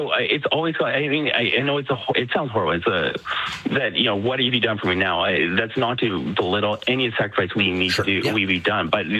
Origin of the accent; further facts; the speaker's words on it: Canada; As a Canadian, we need to be, working on trying to deal with the trade war